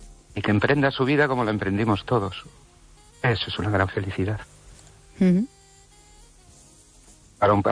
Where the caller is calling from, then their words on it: Ourense, Galicia, Spain; Buenas noches, Esther. Muy buenas. … de Orense.